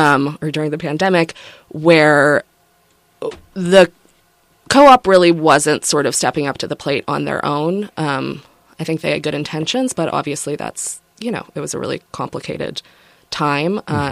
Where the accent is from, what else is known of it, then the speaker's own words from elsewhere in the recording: Newfoundland and Labrador, Canada; I was born in Newfoundland, Canada, born and raised in Canada. My mom's American, though.